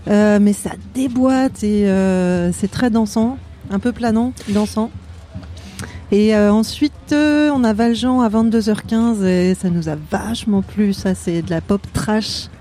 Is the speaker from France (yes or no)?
yes; Tours, Centre-Val de Loire, France; On est de Tours.